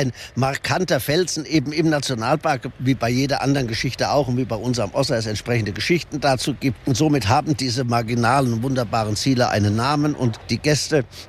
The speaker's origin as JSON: {"language": "German", "area": "Wittgenstein", "region": "North Rhine-Westphalia", "country": "Germany", "moved": "as an adult", "lives_now": "Lam, Germany", "said": "Ich komme aus dem Altkreis Wittgenstein. Heute gehört es zu Siegen-Wittgenstein, mit den Höhenlagen rund um Berleburg reingehend, dann ins Sauerland, Winterberg, Astenberg und so weiter."}